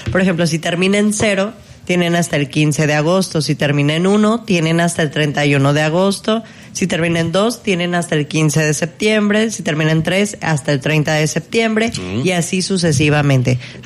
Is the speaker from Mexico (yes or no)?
yes; Mexico